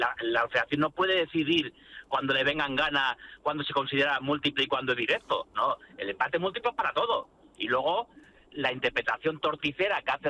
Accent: Madrid, Community of Madrid, Spain; aunque soy madrileño, como bien sabéis

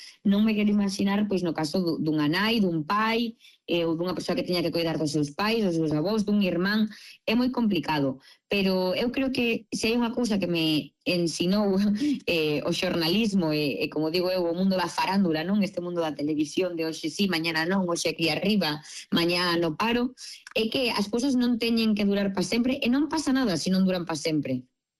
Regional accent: Vigo, Galicia, Spain; Pois mira, aproveitando que son de Vigo

